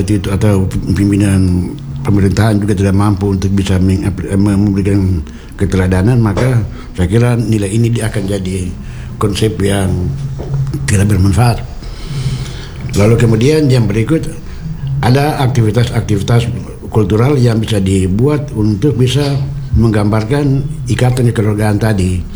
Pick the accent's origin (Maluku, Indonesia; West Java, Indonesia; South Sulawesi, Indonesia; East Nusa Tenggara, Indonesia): Maluku, Indonesia